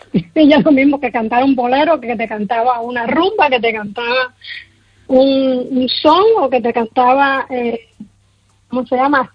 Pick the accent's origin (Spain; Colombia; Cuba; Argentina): Cuba; now in Chicago, United States; te quiero comentar que la conocí cuando salí de Cuba, yo no sabía